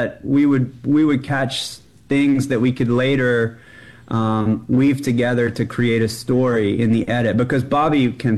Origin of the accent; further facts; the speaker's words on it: Jackson, Mississippi, United States; Yeah, I grew up in Jackson, and my father is in video and film